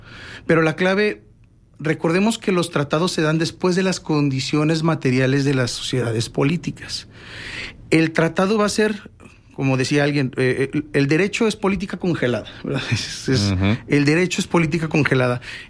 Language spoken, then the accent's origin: Spanish; Mexico; No pensando en que todos somos ciudadanos de Norteamérica, que sí lo somos, pero en sentido estricto somos ciudadanos mexicanos.